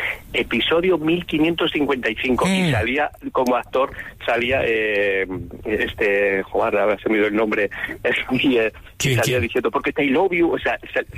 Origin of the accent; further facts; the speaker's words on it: Castile and León, Spain; now in Alcalá, Spain; mira, estoy en Alcalá, es un culebrón ya en sí, pero yo soy de Torto de Guevara, de Burgos, y te mando un saludo de nuestra tierrilla.